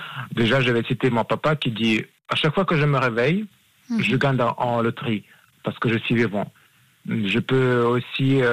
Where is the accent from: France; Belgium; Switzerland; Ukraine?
Ukraine; moved away